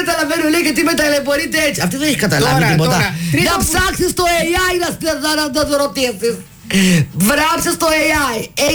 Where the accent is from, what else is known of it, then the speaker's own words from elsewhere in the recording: Athens, Attica, Greece; Επειδή γεννήθηκα και ανδρώθηκα στην Κυψέλη